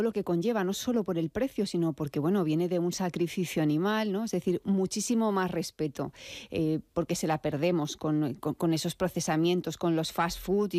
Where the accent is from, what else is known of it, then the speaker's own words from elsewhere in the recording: Fuente Álamo, Castilla-La Mancha, Spain; Mis padres tenían la carnicería en Fuente Álamo, que es un pueblo de Albacete, que es mi pueblo, es donde yo nací, de donde yo vengo.